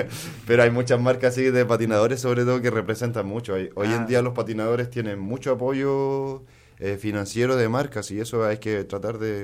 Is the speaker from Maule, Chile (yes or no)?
yes; Curicó, Maule, Chile; Yo soy de aquí de Curicó